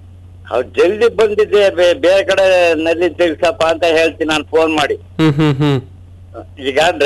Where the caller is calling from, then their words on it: Saligrama, Karnataka, India; Saligrama ತಾಲೂಕಿಂದ